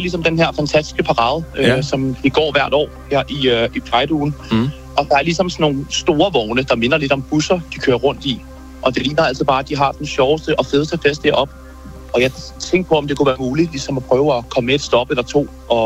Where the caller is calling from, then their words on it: Copenhagen, Capital Region of Denmark, Denmark; Jeg kommer fra København